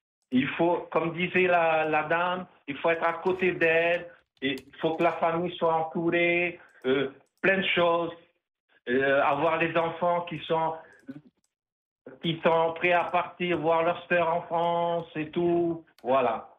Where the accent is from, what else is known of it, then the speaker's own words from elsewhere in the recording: French Polynesia; moi j'ai grandi à Tahiti, mais je suis un Pofa.